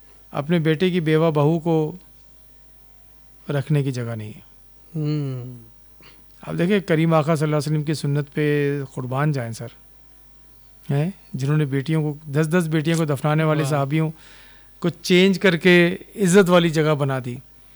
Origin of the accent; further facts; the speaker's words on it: Pakistan; جو ہم پاکستانی ہیں نا قوم